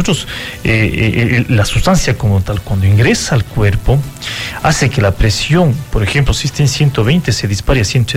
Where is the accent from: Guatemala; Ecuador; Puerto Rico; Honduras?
Ecuador; Cuenca, Azuay; Toda la vida he sido un amante del café. Como buen cuencano que somos, ecuatorianos.